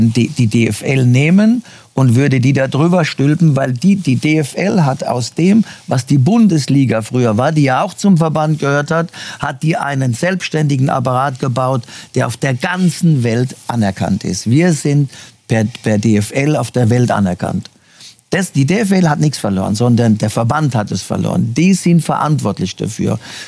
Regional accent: Germany; now in Brazil

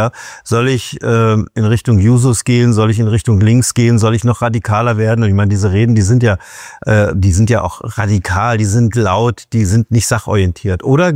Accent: East Germany, Germany; Wir als Ostdeutsche, Sie auch, wissen, wie das nach 1990 hier war.

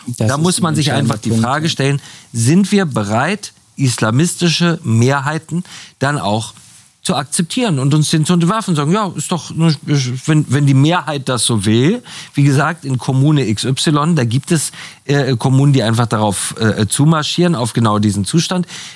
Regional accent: Germany; Wären wir als Deutsche bereit, demokratisch entschieden in den Islamismus zu gehen?

